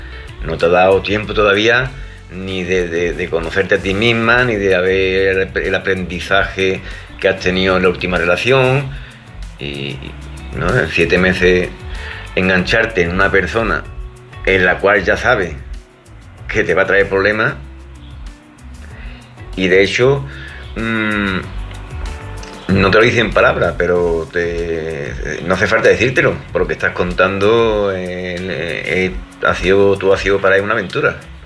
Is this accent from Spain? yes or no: yes; Andalusia, Spain; Por si mi acento y pronunciación, ya que soy de un pueblo cerraillo de Huelva, pues no pronuncio algunas cosas bien o muy rápido.